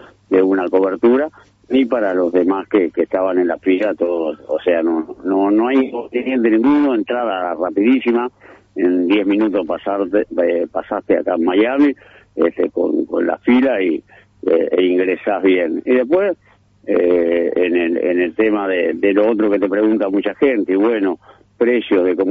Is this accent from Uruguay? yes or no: yes; Uruguay